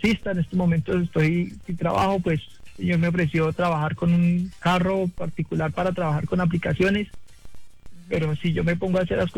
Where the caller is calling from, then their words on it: Bogotá, Colombia; Sí, señor, yo vivo en Bogotá, Pontibón.